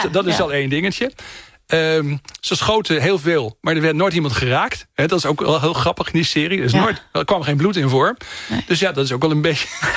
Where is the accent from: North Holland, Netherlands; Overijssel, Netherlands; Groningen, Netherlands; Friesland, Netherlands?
Groningen, Netherlands; Want ik kom uit Oost-Groningen.